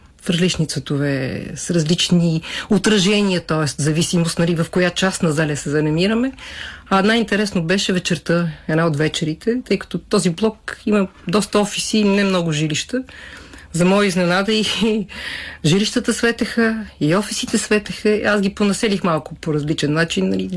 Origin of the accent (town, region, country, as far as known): Sofia, Sofia City, Bulgaria